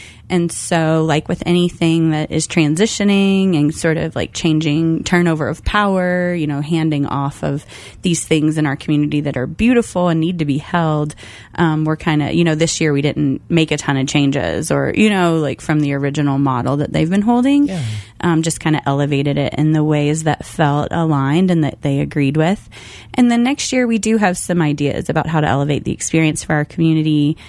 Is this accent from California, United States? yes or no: no; Kentucky, United States; from Kentucky. I've never heard that.